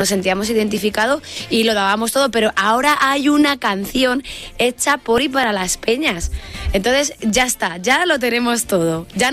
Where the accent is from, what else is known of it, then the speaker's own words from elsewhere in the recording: Castile and León, Spain; Mi pueblo está en Beganzones.